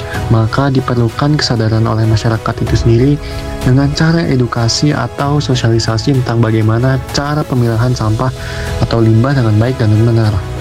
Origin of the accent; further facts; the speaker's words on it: Denpasar, Bali, Indonesia; berusia 18 tahun, dan saya berasal dari Denpasar.